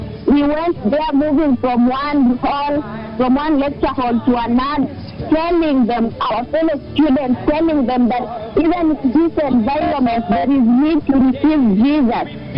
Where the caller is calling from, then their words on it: Kisii, Kisii County, Kenya; I'm calling from Kisi University.